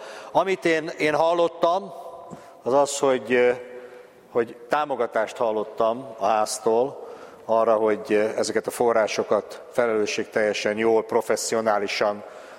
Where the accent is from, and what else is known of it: Hungary